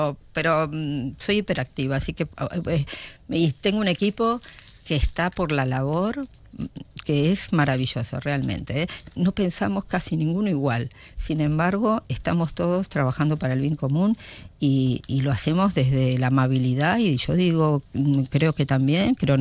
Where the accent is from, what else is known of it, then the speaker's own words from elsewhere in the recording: Argentina; porque nosotros, yo como argentina, viví cuando tenía 22 años y estaba en quinto año de medicina, la guerra de las Malvinas.